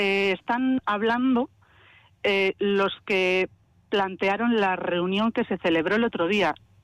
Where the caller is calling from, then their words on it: Getxo, Basque Country, Spain; yo vivo en Algorta, entonces sí que es cierto que no tengo contacto con la gente del pueblo de aquí, de Igorre.